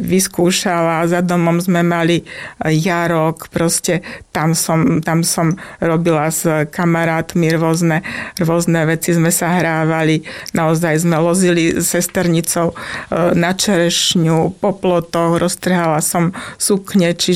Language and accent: Slovak; Môťová, Banská Bystrica Region, Slovakia; Predovšetkým Môťová bola akoby dedina, čiže som dievča z dediny. Blízko som mala školu.